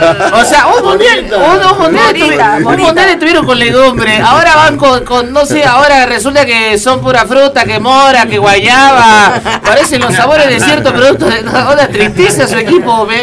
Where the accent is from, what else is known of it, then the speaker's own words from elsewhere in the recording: Argentina; O sea, soy argentino, pero sí la sudé también.